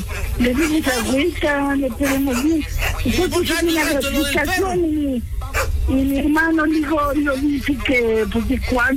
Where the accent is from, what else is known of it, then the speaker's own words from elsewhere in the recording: Puebla, Mexico; andamos en un triciclo desde allá de mi casa, del estado de Puebla.